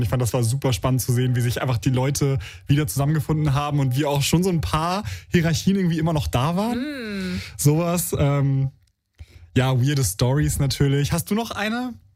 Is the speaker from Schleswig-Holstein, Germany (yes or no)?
yes; Schleswig-Holstein, Germany; ich bin ja in Schleswig-Holstein zur Schule gegangen und ich hatte 4 Jahre Grundschule.